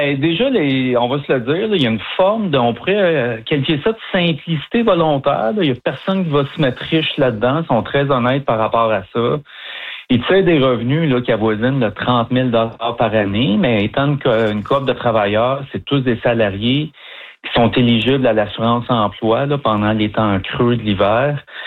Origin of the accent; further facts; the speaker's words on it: Saint-Élie-de-Caxton, Quebec, Canada; Moi, je viens de Saint-Élie-de-Caxton.